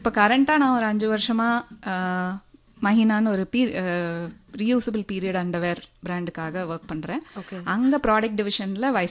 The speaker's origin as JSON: {"language": "Tamil", "town": "Coimbatore", "region": "Tamil Nadu", "country": "India", "tie": "born or raised there", "also_born_or_lived": "Bangalore", "moved": "as an adult", "said": "நான் பிறந்து வளர்ந்ததெல்லாம் கோயம்புத்தூர்."}